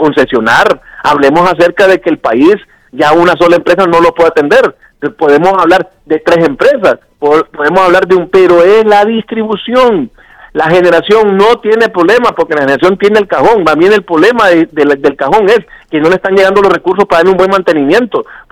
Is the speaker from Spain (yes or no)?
no; Honduras